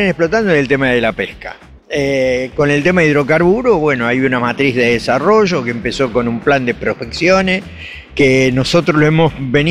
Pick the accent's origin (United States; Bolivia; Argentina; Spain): Argentina; quienes defienden la Argentina somos todos los argentinos